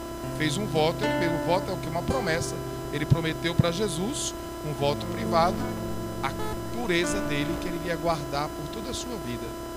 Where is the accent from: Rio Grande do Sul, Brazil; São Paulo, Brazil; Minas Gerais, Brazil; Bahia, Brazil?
Bahia, Brazil; eu sendo baiano